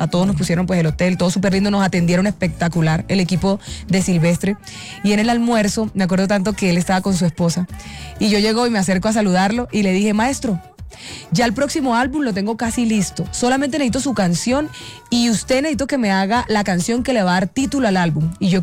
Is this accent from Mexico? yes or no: no; Venezuela; Si yo fuera cantante de música vallenata, o yo soy venezolana, pero si yo fuera colombiana